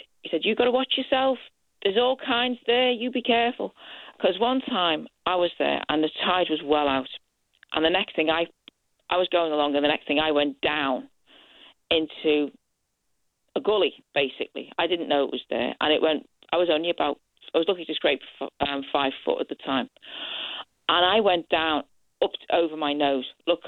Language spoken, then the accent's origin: English; Liverpool, North West England, United Kingdom; born or raised there